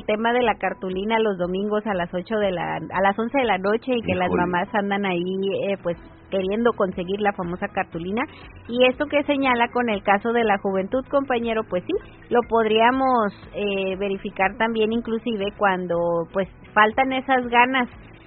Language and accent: Spanish; Mexico